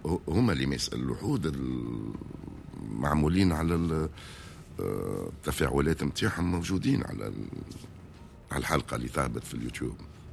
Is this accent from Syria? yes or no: no; Tunisia; accent: Tunisian; عملنا الدارجه التونسيه نتاعنا دارجتنا التونسيه